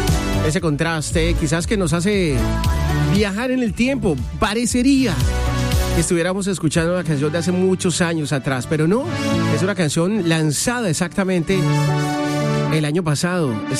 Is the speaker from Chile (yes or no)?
no; Colombia